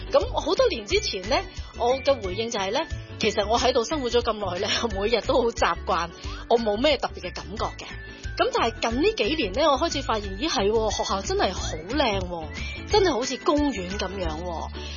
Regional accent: Yuen Long, New Territories, Hong Kong; 做一个我哋元朗传统嘅大盘菜

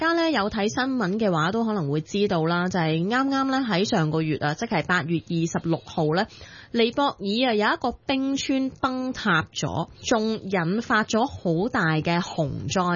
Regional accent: Hong Kong; 我哋身為香港人

